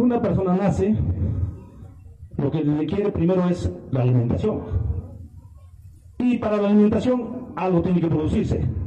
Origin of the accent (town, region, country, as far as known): Cotabambas, Apurímac, Peru